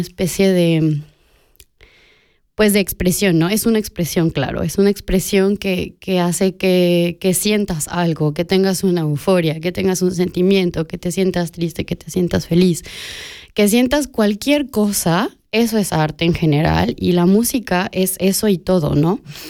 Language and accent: Spanish; Mexico; now in Switzerland; como latinoamericanos y mexicanos